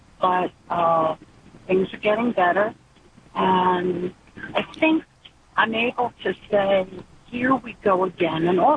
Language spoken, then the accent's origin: English; New York, United States; We're really from Westchester County, New York, but it's a gorgeous area